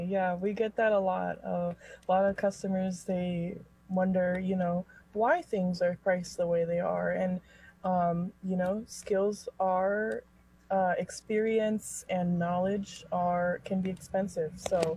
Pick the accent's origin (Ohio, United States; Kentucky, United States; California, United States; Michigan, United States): California, United States; Atascadero; Yes, I was born and raised in Atascadero.